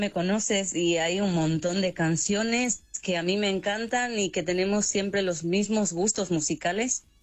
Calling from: Basque Country, Spain; Estoy llamando del País Vasco, España.

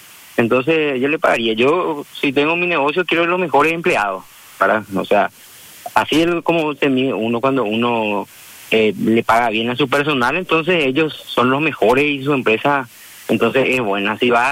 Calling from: Lambaré, Central, Paraguay; soy de Lambaré.

